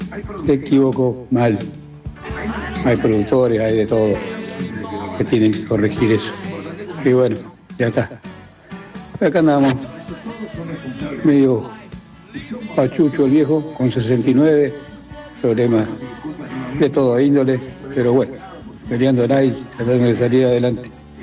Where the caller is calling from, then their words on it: Pilar, Buenos Aires Province, Argentina; … de Pilar.